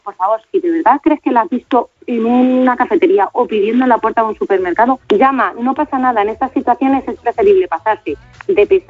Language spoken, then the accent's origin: Spanish; Madrid, Community of Madrid, Spain; la familia somos de Madrid